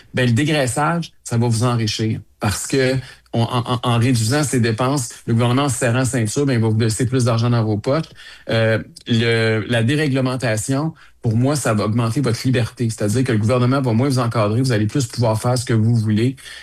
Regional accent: Quebec, Canada; Moi, je suis un Québécois d'abord, je suis un francophone.

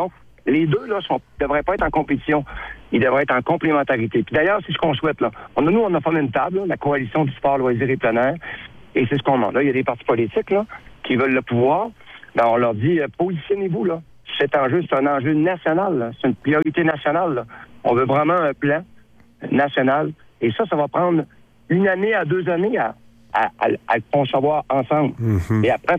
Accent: Saguenay, Quebec, Canada; Chez nous, au Saguenay

